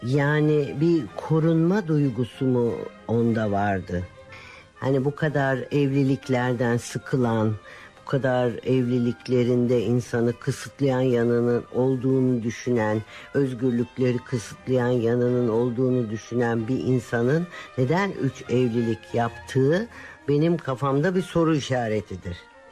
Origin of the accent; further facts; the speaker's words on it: Simav, Kütahya, Turkey; also born or lived in Ödemiş / Gerede; bizim çocukluğumuz Simav, Ödemiş ve Gerede gibi kasabalarda geçti. Ama oralarda doğrusu güzel bir çocukluğumuz geçti.